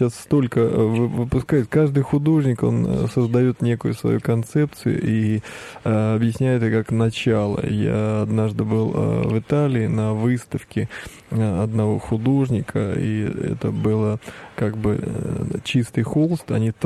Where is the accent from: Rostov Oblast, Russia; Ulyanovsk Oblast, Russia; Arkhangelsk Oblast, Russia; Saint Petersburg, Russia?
Ulyanovsk Oblast, Russia; Ulyanovsk; Я когда-то учился в училище на втором курсе и приехал в родной город. Я жил в Ульяновск